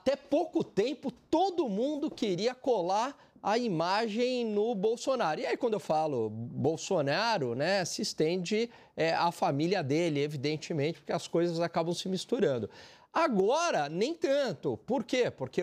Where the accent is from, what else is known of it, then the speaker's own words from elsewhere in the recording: Minas Gerais, Brazil; Eu sou mineiro, ele também, né? O Vorcaro é mineiro. Eu sou mineiro e eu não tenho nada a ver com Daniel Vorcaro.